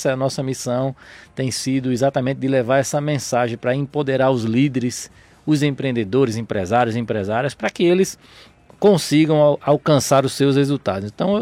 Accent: Rio Grande do Norte, Brazil; Eu sou do Nordeste. Sou do Rio Grande do Norte. E empreendo lá já há alguns anos

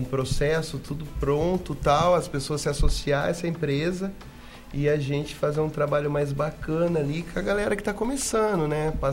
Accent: Limeira, São Paulo, Brazil; born there; Limeirense. Nascido aqui.

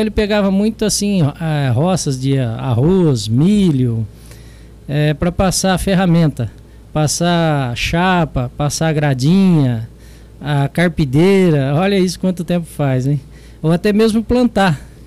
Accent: Taiaçu, São Paulo, Brazil; also born or lived in Jaboticabal; now in Monte Alto, Brazil; Olha, na realidade, eu nasci em Jabuticabal, mas fui criado em Itaiaçu. Moramos durante vários anos, 7, 8 anos, na fazenda do Evaristo Balsanelli, lá em Itaiaçu, da família Balsanelli, né?

